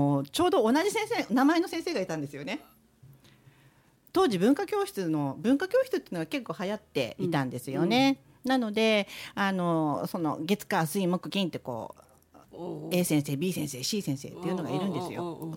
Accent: Hokkaido, Japan; born there; also born or lived in Sapporo; ただやっぱりあの小学校まで小樽、まん、まあ、小樽の本当の真ん中じゃないんですけど、まあ、小樽寄りのところにいたもんですからね

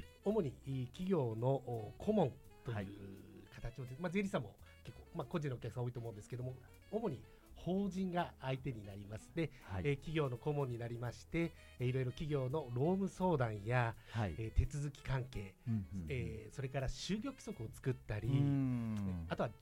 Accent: Saitama, Japan; 私地元が埼玉だったので

